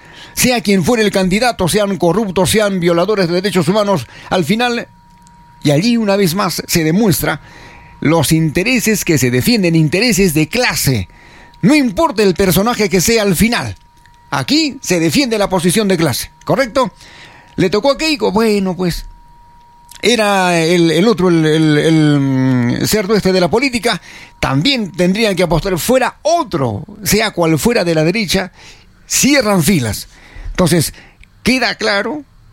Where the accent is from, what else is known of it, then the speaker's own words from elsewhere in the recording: Peru; nosotros como buenos peruanos